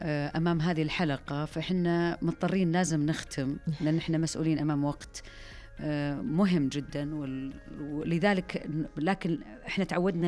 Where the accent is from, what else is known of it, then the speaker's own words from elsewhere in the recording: Saudi Arabia; مجتمعنا السعودي،